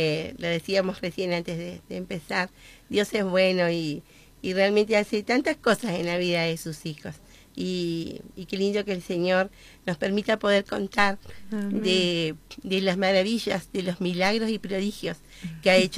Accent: Centenario, Neuquén, Argentina; ¿Y de dónde vengo? Vengo de la ciudad de Centenario.

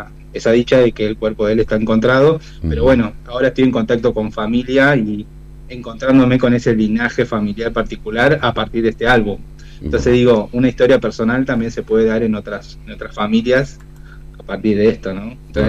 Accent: Buenos Aires, Argentina; also born or lived in Posadas, Misiones; yo nací en Posadas Misiones, sí. Muy chiquitito, ni cumplí el año, ya me vine para Buenos Aires

